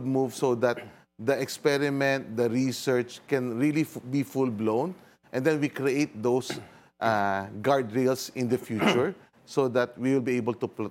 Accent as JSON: {"language": "English", "country": "Philippines", "said": "as a Filipino digital natives"}